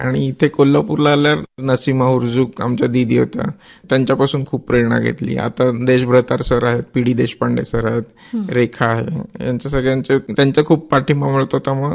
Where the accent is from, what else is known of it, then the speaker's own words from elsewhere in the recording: Satara, Maharashtra, India; मी जातो सुट्टीला साताऱ्याचं, मी साताऱ्याच आहे, सुट्टी असली की मी जातो साताऱ्याला.